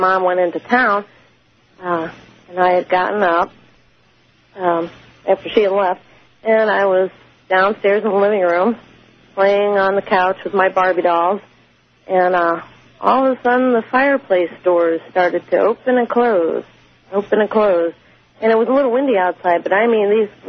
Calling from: St. Louis, Missouri, United States; I'm from St. Louis, Missouri.

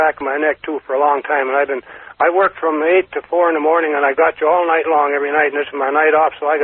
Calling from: Carson City, Nevada, United States; from Carson City.

